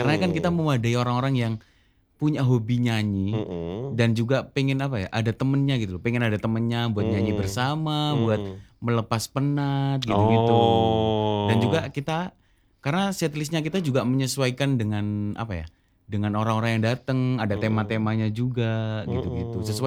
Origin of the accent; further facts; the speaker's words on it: Jombang, East Java, Indonesia; now in Surabaya, Indonesia; aslinya di Jombang, di Surabaya sini kerja aja.